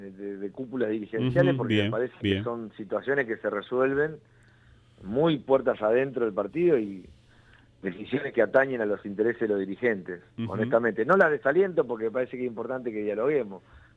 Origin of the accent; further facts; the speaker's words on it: Santa Fe, Argentina; soy santafesino, sí, sí. Vivo acá y creo que que la ciudad de Santa Fe